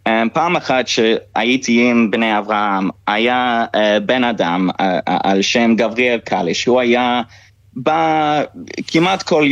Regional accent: London, United Kingdom; Hebrew is a second language; moved away as an adult; אז חזרתי ללונדון

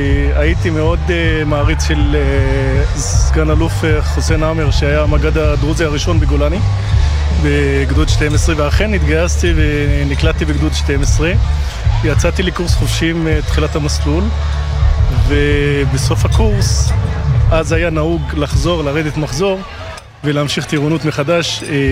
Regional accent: Yanuh-Jat, Northern District, Israel; בן 46, נשוי לתגרית ואבא לניל, רם ולורן. גר בינוך. גדלתי בינוח

